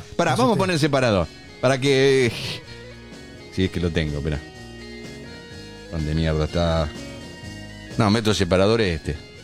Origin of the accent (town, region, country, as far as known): Buenos Aires Province, Argentina; born there